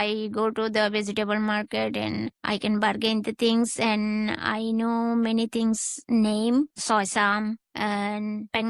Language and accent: English; Bangladesh; moved away as an adult; now in Hong Kong; Both my hometown and Hong Kong I like very much, because where I grew up with my cousins and very big family, my root is in my village.